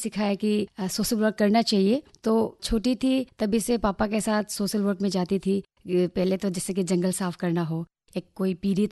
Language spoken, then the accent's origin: Hindi; Haflong, Assam, India; मैं हाफलोंग की रहने वाली हूँ।